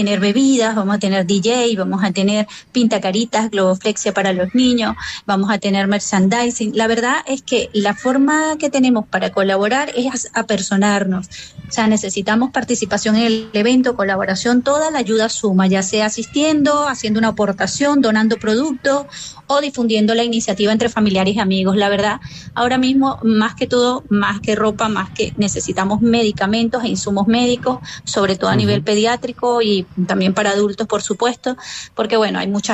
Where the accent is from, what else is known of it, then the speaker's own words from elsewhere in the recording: Venezuela; moved away as an adult; now in Almería, Spain; mi hija y yo somos dos venezolanas más, que tenemos ya 9 años en Almería, resididas aquí.